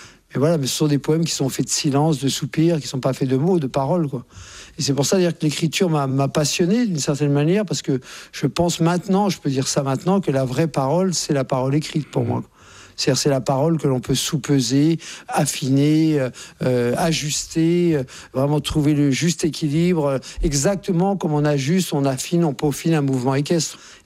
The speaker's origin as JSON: {"language": "French", "town": "Courbevoie", "region": "Île-de-France", "country": "France", "tie": "born there"}